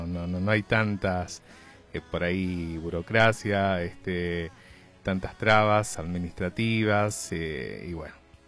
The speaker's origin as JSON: {"language": "Spanish", "region": "Neuquén", "country": "Argentina", "said": "Somos neuquinos y quizás personas que no son de Neuquén o que están hace poquito tiempo tienen ya su casa."}